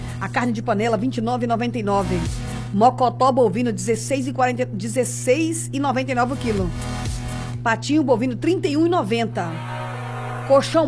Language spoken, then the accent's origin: Portuguese; Londrina, Paraná, Brazil; Eu sou de Londrina, Paraná.